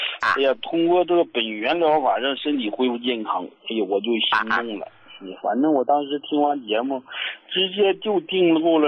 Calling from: Harbin, Heilongjiang, China; 胡老师，我是哈尔滨的朋友。

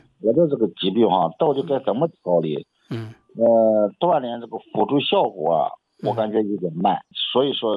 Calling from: Shandong, China; 我是山东的听众

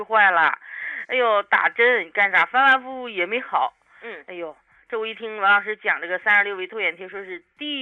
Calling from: Shijiazhuang, Hebei, China; 我今年56岁。我是石家庄的朋友。

